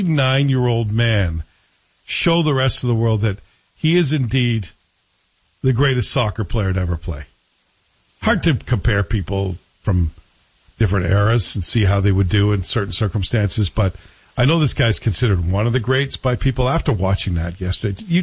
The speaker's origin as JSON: {"language": "English", "region": "Scotland", "country": "United Kingdom", "said": "I'm a Scot."}